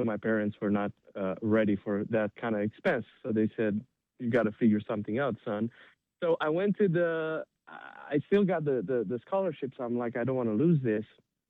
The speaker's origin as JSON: {"language": "English", "country": "Romania", "tie": "born or raised there", "moved": "as an adult", "lives_now": "United States", "said": "I was 20 years old, so I was born and raised in Romania in a very musical family."}